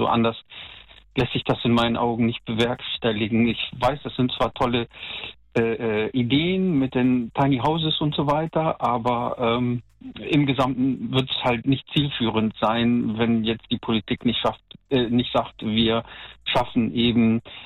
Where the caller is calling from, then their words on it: Bonn, North Rhine-Westphalia, Germany; Also ich komme hier aus dem Siegburger Kölner Bereich, Bonn quasi, und da ist der Wohnraum extrem knapp.